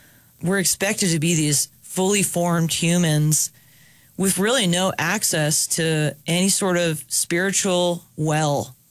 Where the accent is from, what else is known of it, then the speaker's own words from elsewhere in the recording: Long Island, New York, United States; No, well, I'm from Long Island.